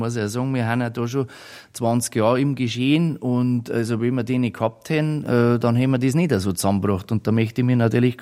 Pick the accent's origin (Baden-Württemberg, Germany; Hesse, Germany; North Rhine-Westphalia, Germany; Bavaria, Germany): Bavaria, Germany; Tegernsee; born there; now in Stürzelham, Germany; Also ich bin geboren in Tegernsee, wohnhaft in Stürzelham, das ist bei Bayern.